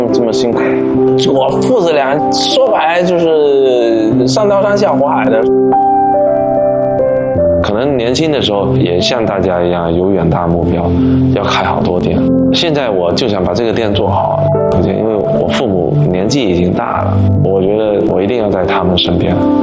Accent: Fuzhou, Fujian, China; 我们福州人

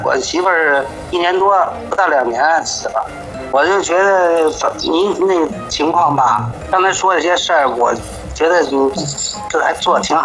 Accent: Beijing, China; 我是老北京人。

